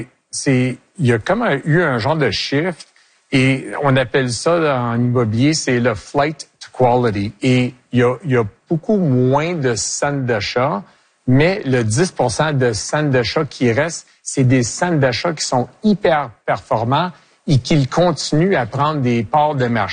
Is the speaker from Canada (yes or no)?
yes; Quebec, Canada; Je suis fier québécois. J'ai été né ici. Mes parents ont été nés ici. Mes grands-parents ont été nés ici. J'ai été éduqué en français.